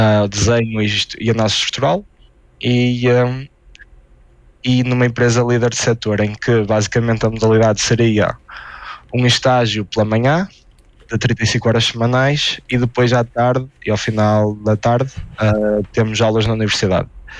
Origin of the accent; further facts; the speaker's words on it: Ponte de Lima, Norte, Portugal; also born or lived in Germany; now in Évora, Portugal; depois de 8 meses na Alemanha e voltar para Évora, para Portugal. Eu sou de Ponte Lima, mas voltei para Portugal, neste caso em Évora